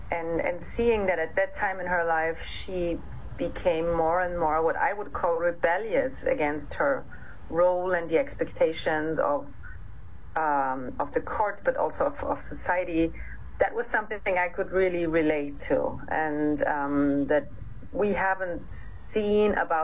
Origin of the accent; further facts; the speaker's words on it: Austria; growing up in Austria, Sissi is everywhere.